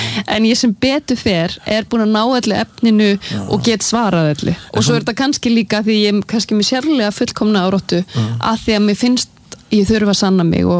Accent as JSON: {"language": "Icelandic", "country": "Sweden", "tie": "born or raised there"}